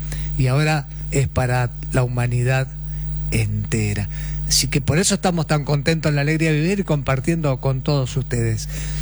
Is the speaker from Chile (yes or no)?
no; Argentina; Somos argentinos, somos lo mejor del mundo.